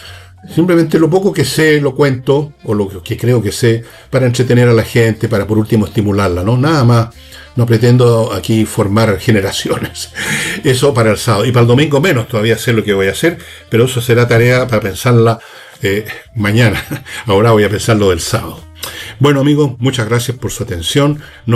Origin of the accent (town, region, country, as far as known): Chile